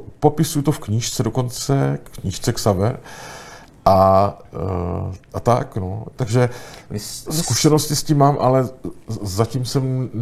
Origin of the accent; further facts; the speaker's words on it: Tišnov, South Moravian Region, Czechia; born there; Modrá a žlutá jsou barvy mého rodného města Tišnova.